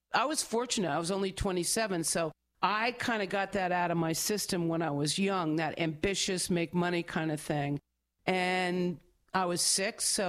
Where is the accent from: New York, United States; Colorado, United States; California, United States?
New York, United States; but we grew up on the North Shore of Long Island where they were very, very wealthy people.